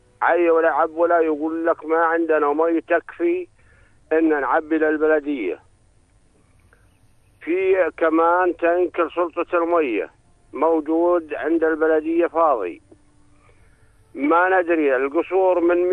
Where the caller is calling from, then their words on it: Al-Jafr, Ma'an Governorate, Jordan; أنا طبعا من سكان منطقة الجفر